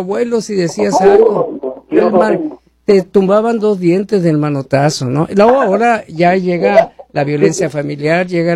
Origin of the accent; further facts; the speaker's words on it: Sonora, Mexico; moved away; soy de Sonora y tú sabes la boca que tenemos los sonorenses